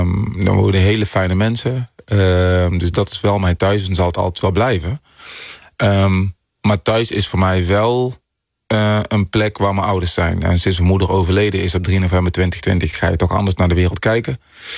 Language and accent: Dutch; Netherlands